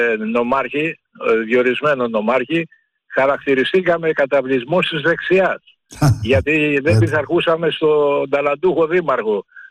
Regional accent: Kalamata, Peloponnese, Greece; born there; Και πήγαμε στην παραλία, εκεί είναι και το πατρικό μου το σπίτι, και εκεί φτιάξαμε μία σκηνή.

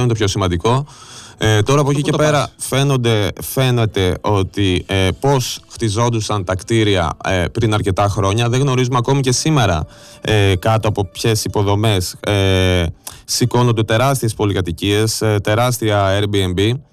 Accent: Greece; είμαστε Έλληνες

